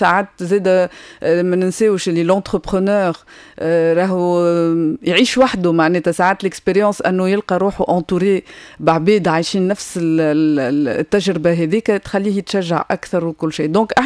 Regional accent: Tunisia

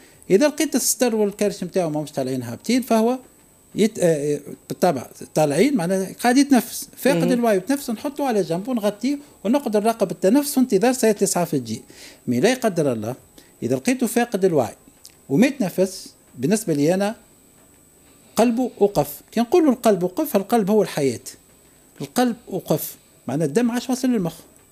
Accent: Tunisia; المعروفة عندنا في تونس كالاسبيجيك

